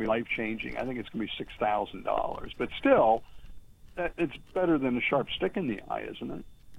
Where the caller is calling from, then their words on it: Florida, United States; I'm calling you from Florida. We don't call that hot. We call it nice and warm.